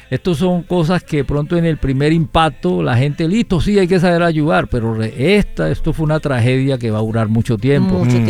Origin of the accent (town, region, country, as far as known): Colombia